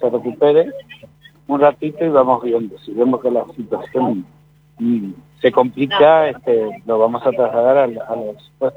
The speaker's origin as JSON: {"language": "Spanish", "country": "Argentina"}